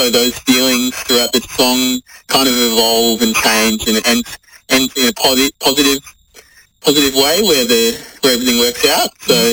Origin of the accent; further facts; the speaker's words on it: Melbourne, Victoria, Australia; I am from Melbourne, yep.